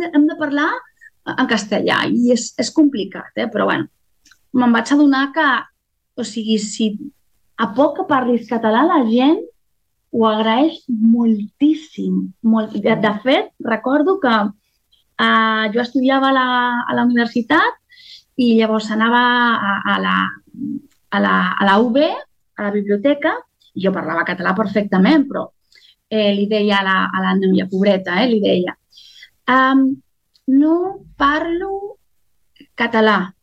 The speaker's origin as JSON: {"language": "Catalan", "town": "Madrid", "region": "Community of Madrid", "country": "Spain", "second_language": "Catalan", "said": "sempre que dius, jo sóc de Madrid, la gent ja canvia"}